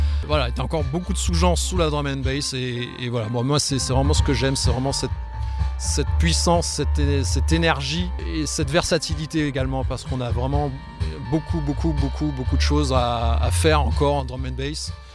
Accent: Guadeloupe; now in France; Mais j'ai grandi en Guadeloupe, donc si tu veux, c'est un autre cadre, c'est d'autres influences.

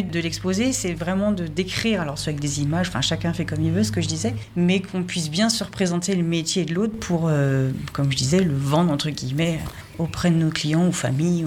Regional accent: Hauts-de-France, France; On est assez chauvine, hein. Moi je suis native d'ici. On est parti de Largny-sur-Automne, on a suivi l'Automne en fait, jusqu'à Béthis-Saint-Pierre.

